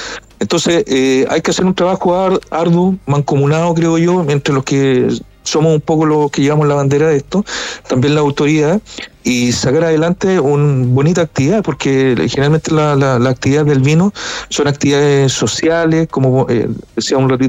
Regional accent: Chile; nosotros como chilenos debemos saber de vino

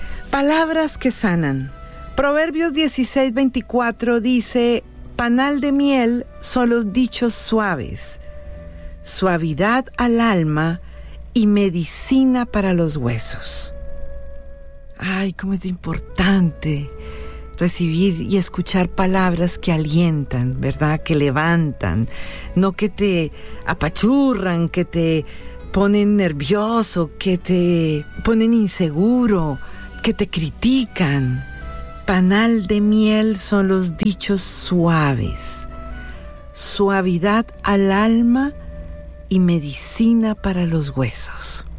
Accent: Bogotá, Bogotá Capital District, Colombia; grabado en mi tierrita, en Bogotá, Colombia

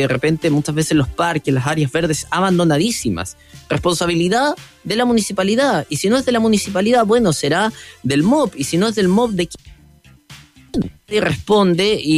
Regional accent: Chile

